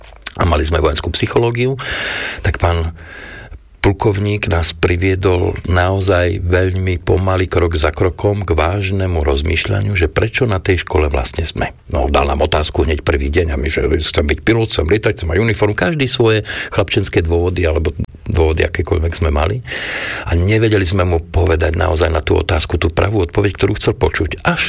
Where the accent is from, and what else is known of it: Hradec Králové, Hradec Králové Region, Czechia; born or raised there; now in Slovakia